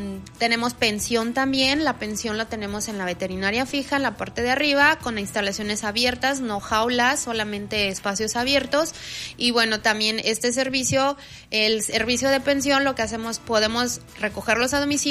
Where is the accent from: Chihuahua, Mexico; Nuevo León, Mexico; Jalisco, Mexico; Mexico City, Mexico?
Mexico City, Mexico; Yo vengo de la Ciudad de México, entonces allá pues todo es mucho caos